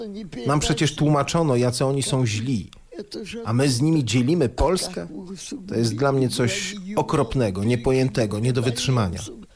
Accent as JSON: {"language": "Polish", "country": "Russia", "second_language": "Polish", "said": "Jestem Rosjanką, nie Polką."}